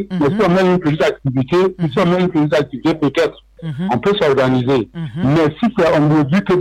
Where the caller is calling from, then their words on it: Abidjan, Côte d’Ivoire; Commune d'Abobo.